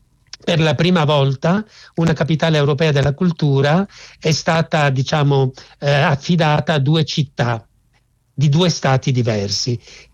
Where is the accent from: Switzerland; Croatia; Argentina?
Croatia; Rijeka, Primorje-Gorski Kotar County; now in Italy; Lei deve sapere che io vengo da Rijeka, da Fiume, mio papà è stato esule, quindi diciamo che questa storia io l'ho vissuta sulla pelle.